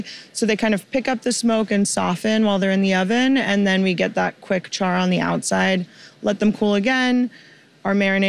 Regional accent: California, United States; also born or lived in England; I was born in England and my entire family is British. And we moved over here when I was about 2. So I really grew up in California, but constantly going back to the UK.

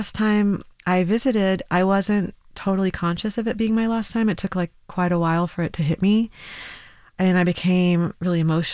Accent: Saudi Arabia; Well, I was raised in Saudi Arabia. Bedouin culture was very prevalent in my upbringing.

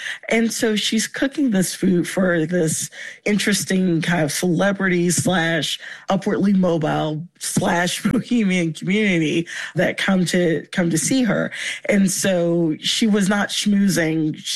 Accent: Virginia, United States; I grew up in Virginia.

